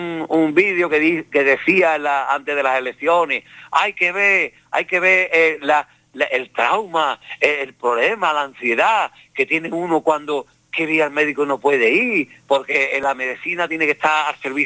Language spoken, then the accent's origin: Spanish; Andalusia, Spain; moved away as an adult; also born or lived in Catalonia; Yo me fui porque yo quería hacerme una casa en mi pueblo y no tenía trabajo y claro, yo no podía hacerme casa en mi pueblo. Y yo toda mi ilusión desde pequeñito era tener mi casa, ¿no? Y yo me fui a Cataluña y yo todo era trabajar y mandar dinero para Andalucía.